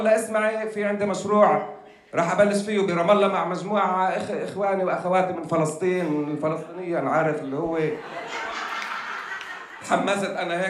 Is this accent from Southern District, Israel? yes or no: no; Haifa, Haifa District, Israel; كوني إن أنا من حيفا وعايش بين الجبال والبحر وإلى آخره